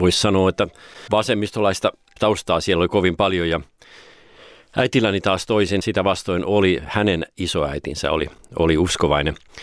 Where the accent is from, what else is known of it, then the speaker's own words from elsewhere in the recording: Tampere, Pirkanmaa, Finland; also born or lived in Pälkäne; Mutta me muutettiin sitä aika pian Tampereelta pois ja tuonne Pälkäneille, ja siellä ei ollut seurakuntayhteyttä.